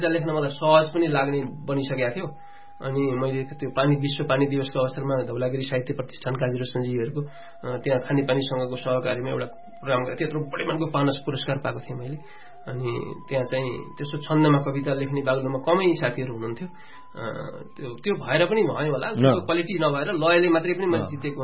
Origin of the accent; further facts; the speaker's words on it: Lumbini Province, Nepal; गुल्मी जिल्लामा मगर भाषा बोलिन्छ भने त्यहाँ मात्रै बोलिन्छ गुल्मी जिल्लाभरिमा मगर भाषा बोल्ने वक्ताहरू मेरो गाउँमा छन् एकसिङ भन्ने ठाउँ हो